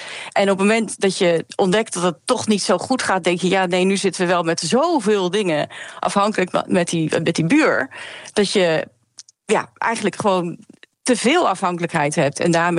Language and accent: Dutch; Netherlands; moved away as an adult; now in Canada; Ja, ik heb Canadese ouders. Ik heb heel veel familie in Canada wonen, maar ik ben zelf opgegroeid in Nederland.